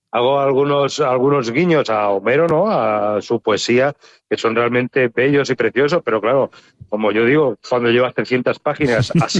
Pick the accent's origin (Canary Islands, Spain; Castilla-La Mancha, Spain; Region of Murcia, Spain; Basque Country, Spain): Castilla-La Mancha, Spain; Albacete; yo soy de Albacete, que también empieza por Al